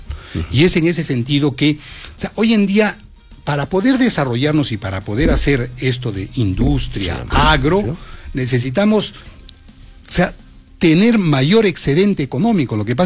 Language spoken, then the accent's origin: Spanish; Peru